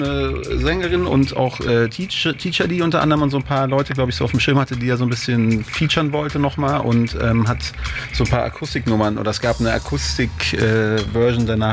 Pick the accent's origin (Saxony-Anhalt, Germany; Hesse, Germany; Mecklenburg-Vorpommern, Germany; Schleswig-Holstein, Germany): Hesse, Germany; Fulda; also born or lived in Berlin; Ich komme eigentlich aus Berlin, aber habe meine Jugend in Fulda verbracht, in Hessen.